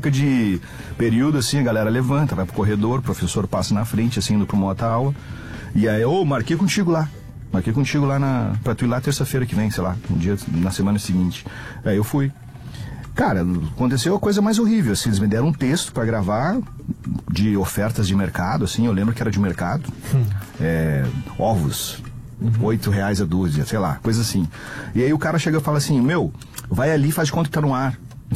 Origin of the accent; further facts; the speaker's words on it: Carazinho, Rio Grande do Sul, Brazil; lá na minha cidade, em Carazinho.